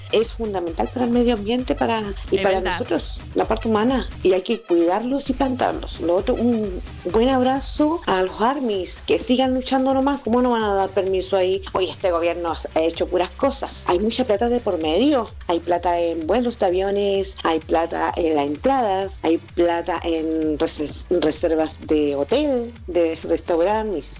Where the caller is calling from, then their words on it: Copiapó, Atacama, Chile; de Copiapó. Aquí se esperan 27 grados.